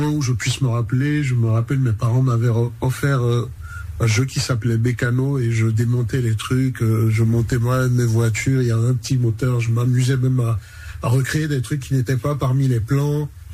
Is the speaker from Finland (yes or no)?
no; Benin; je pense que c'est la première fois où on a voyagé, où on est sorti du Bénin pour un concert.